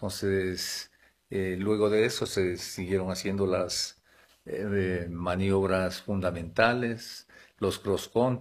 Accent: Morona Santiago, Ecuador; born there; first language Shuar; Spanish is a second language; moved away; yo nací en Cuchaenza, entonces yo lo primero que aprendí a hablar fue el Shuar. Entonces yo nací en Cuchaenza

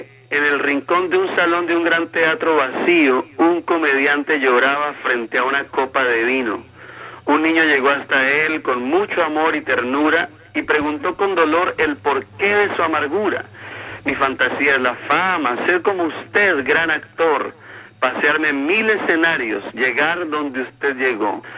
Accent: Cali, Valle del Cauca, Colombia; soy de Cali, Colombia. Nací en un hogar muy sencillo

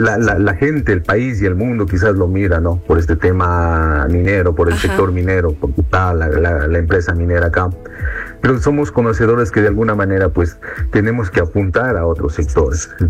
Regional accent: Ecuador; De hecho, como ciudadanos, como ecuatorianos que tenemos.

